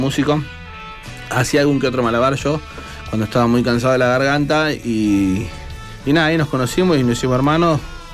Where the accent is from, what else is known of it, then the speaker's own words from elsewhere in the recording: Marcos Paz, Buenos Aires Province, Argentina; moved away as an adult; now in La Plata, Argentina; Hasta que me instalo en la ciudad de La Plata, ¿no? Yo soy Marcos Paz, nativo de Marcos Paz, originario.